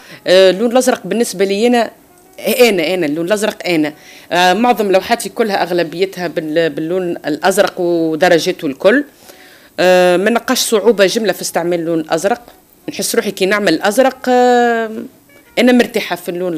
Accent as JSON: {"language": "Arabic", "country": "Tunisia", "said": "احنا عنا ميديا مهتمة بالفن التشكيلي في تونس"}